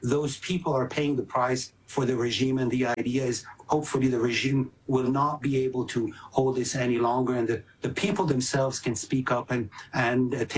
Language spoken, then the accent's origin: English; United States; as an American of Iranian heritage